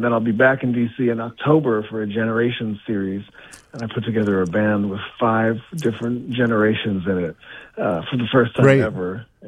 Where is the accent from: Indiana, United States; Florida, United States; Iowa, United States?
Florida, United States; Miami; also born or lived in Montclair, New Jersey; I grew up in Miami, Florida.